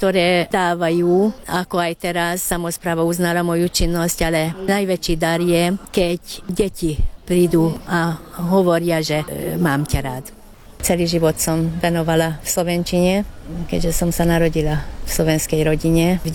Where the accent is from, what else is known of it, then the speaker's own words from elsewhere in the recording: Galgaguta, Nógrád, Hungary; učila som v Galgagute, keďže stadiaľ pochádzam, to je národnostná dedina, okolité nie sú.